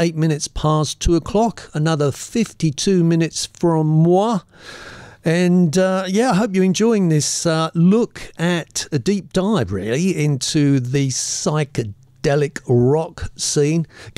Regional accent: Denmark, Western Australia, Australia; Probably a little bit cooler in my hometown of Denmark.

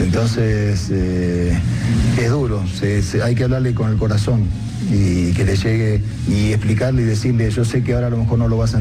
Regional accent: Argentina; moved away as an adult; also born or lived in Italy / England; Yo me fui a los 22 años de Argentina a Italia, Inglaterra, y nunca sos ciudadano del país donde estás, sino que tenés tus raíces

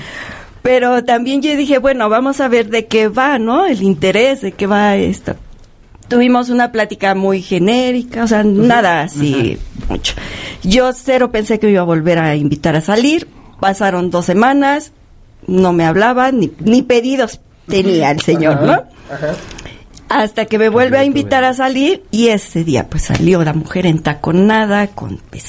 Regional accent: Mexico; yo soy mexicana.

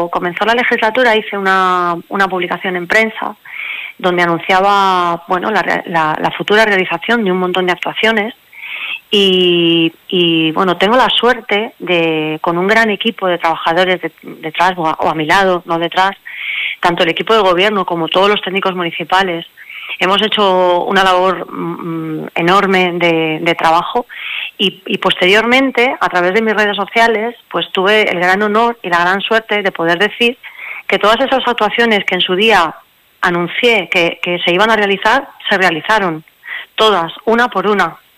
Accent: Spain; yo, que soy de San Vicente, no conocía esta realidad?

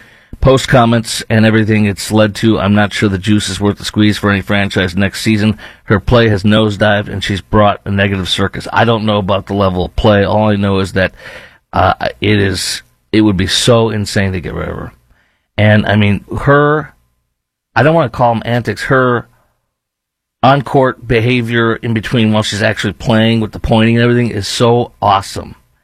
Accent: Chicago, Illinois, United States; Now, I grew up in Chicago during the time of the Bulls with the three-peat, the four-peat, the five-peat

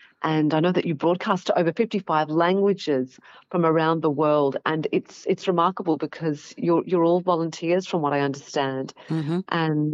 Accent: Brisbane, Queensland, Australia; also born or lived in Dubai; I grew up in Brisbane. I love beautiful Brisbane. I spent a short stint of my career living and working in Dubai, the Middle East.

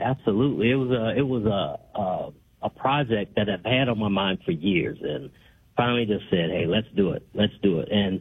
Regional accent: Chicago, Illinois, United States; now in Rantoul, United States; Oh, goodness. Yeah, so I'm originally from Chicago.

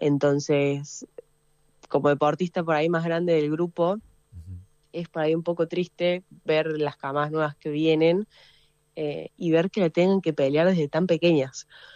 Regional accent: Argentina

